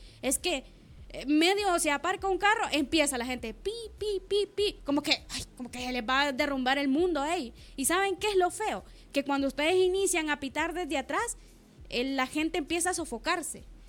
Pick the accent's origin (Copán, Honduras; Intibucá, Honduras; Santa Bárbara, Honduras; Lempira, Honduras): Intibucá, Honduras; Santa Catarina; Soy de Intibucá. ¿De qué lugar es? De Santa Catarina.